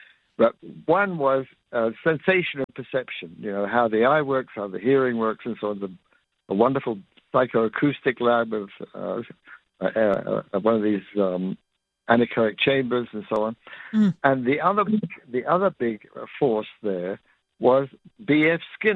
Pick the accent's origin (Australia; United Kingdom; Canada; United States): United Kingdom; England; moved away; I grew up in England